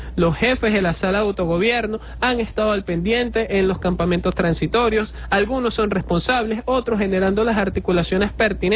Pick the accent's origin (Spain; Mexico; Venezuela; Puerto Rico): Venezuela; nosotros somos venezolanos, somos venezolanas